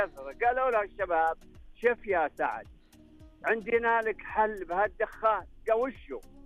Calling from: Unaizah, Al-Qassim, Saudi Arabia; من عنيزة.

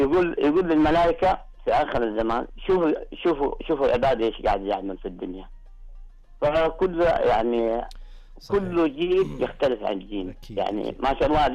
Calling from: Jeddah, Makkah Province, Saudi Arabia

